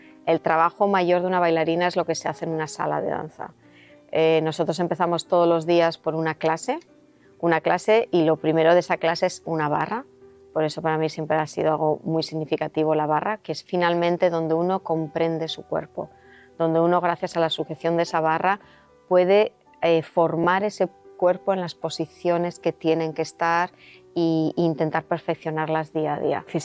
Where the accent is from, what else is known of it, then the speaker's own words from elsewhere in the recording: Zumaia, Basque Country, Spain; yo soy de Zumaya, un pueblo que hoy en día tiene 10.000 habitantes y en la época ni eso.